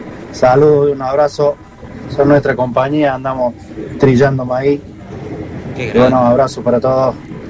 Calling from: Huinca Renancó, Córdoba, Argentina; 646. Soy de Winker Rancó, del sur de acá, de Córdoba. Casi el límite con la Pampa.

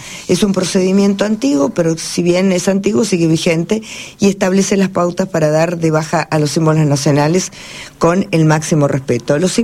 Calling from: Arenaza, Buenos Aires, Argentina; Estoy esperando que llegue las 6 de la mañana para escucharlos. Soy de Arenaza.

